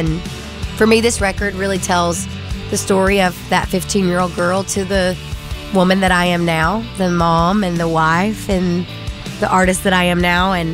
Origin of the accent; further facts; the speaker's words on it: Rossville, Georgia, United States; now in Nashville, United States; The girl growing up in Rossville, Georgia, the girl who moved to Nashville and was trying to find her way